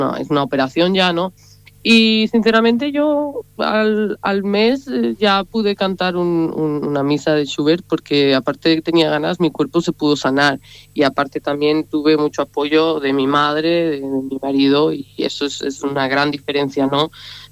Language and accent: Spanish; Spain; soy española